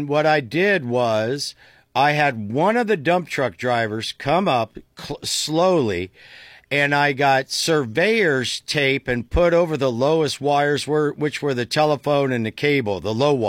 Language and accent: English; Tuscarawas County, Ohio, United States; I'm from Tuscarawas County.